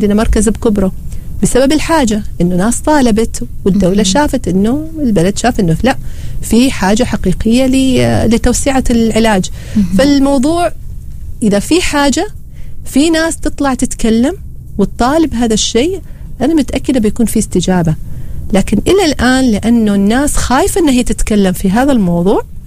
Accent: Oman; عندنا في عمان

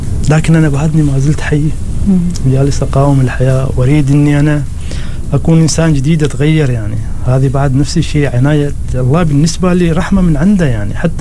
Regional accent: Oman; أنا جاي هني من عمان ما أعرف أنتو وين جالس أدور وأحوط

